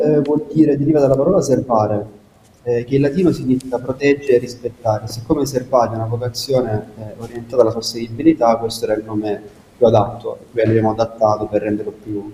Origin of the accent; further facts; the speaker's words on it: Casarano, Apulia, Italy; nonostante sia io che Marco siamo nati e cresciuti a Caserano